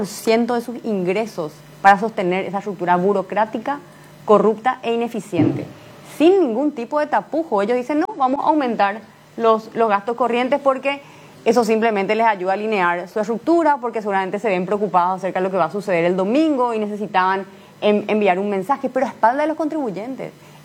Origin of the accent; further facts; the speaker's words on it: Asunción, Asunción Capital District, Paraguay; Estamos hablando de una ciudad acotada, somos 117 kilómetros cuadrados, un poco menos de 500.000 habitantes, 150.000 cuentas catastrales.